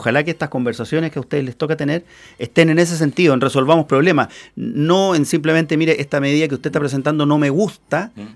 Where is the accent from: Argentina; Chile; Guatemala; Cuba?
Chile; como chilenos, digamos, estamos empeñados y convencidos de que el esfuerzo es lo que nos mueve